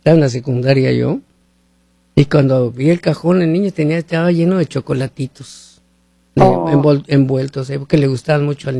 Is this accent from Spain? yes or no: no; Mexico; así somos los mexicanos